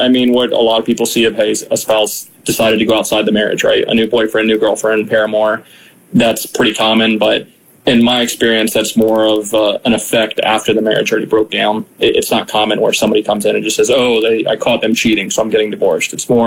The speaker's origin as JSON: {"language": "English", "area": "Palm Beach County", "region": "Florida", "country": "United States", "tie": "born or raised there", "said": "came back to South Florida. I was born and raised down in Palm Beach County, Florida."}